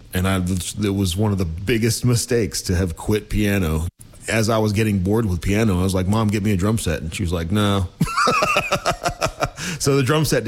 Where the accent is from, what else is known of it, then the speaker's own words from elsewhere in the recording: Stewartsville, Virginia, United States; I grew up in Bedford County, Stuartsville.